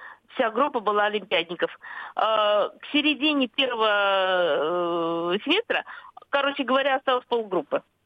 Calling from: Saint Petersburg, Russia; Я из Санкт-Петербурга.

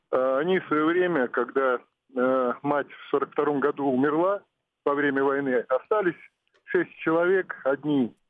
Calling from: Saint Petersburg, Russia; Санкт-Петербург.

